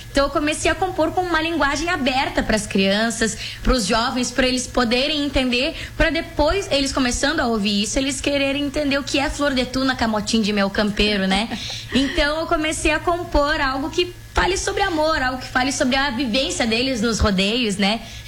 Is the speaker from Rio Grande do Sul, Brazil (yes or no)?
yes; Rio Grande do Sul, Brazil; mas eu sou gaúcha